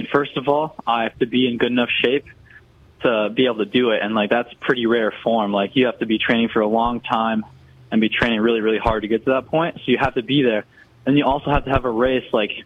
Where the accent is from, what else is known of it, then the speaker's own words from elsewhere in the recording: United States; the Olympics is in my home country, not very far from where I live now.